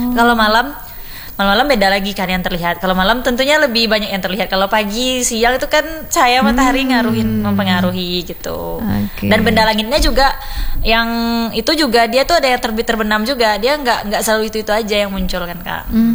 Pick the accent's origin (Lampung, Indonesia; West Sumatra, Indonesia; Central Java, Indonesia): West Sumatra, Indonesia; Pariaman; now in Padang, Indonesia; Tapi kalau di kampung saya, kita tuh bisa lihat bintang di Pariaman, Kak. Pariaman bagian pelosok. Nah, Pariaman Coret gitu kan. Ya, Pariaman Coretnya itulah.